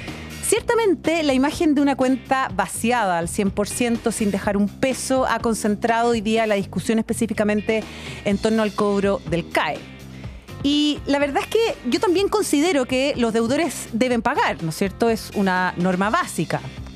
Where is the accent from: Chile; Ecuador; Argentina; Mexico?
Chile; ¿Pero somos deshonestos los chilenos por esta razón?